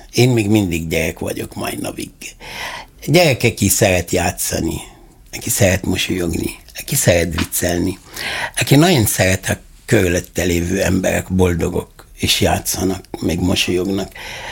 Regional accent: Egypt; Hungarian is a second language; now in Hungary; Én jöttem a szeretet országból

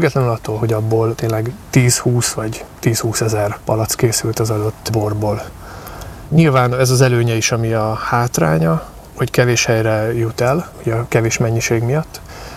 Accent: Tapolca, Veszprém County, Hungary; Én a badacsonyi borvidékhez kötődöm. Tapolcán születtem, itt nőttem fel a hegyek között

